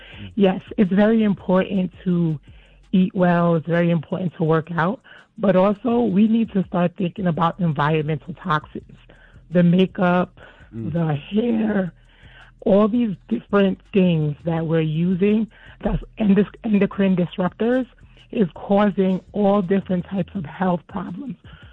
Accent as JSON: {"language": "English", "region": "New York", "country": "United States", "lives_now": "Burlington, United States"}